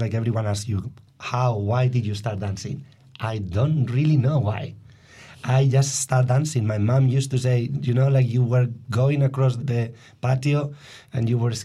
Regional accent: Spain; English is a second language; moved away as an adult; also born or lived in Madrid / France / Switzerland / Netherlands; I was born in Spain, and with 15 years old, I moved to Madrid to study dance.

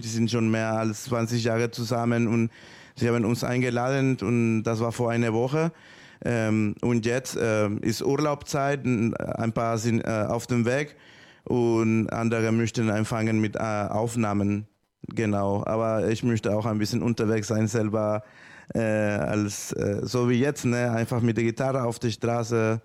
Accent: Nicaragua; German is a second language; now in Germany; In Nicaragua, ich komme aus Nicaragua und Lateinamerika sagen wir, ich habe ein Lied geklebert.

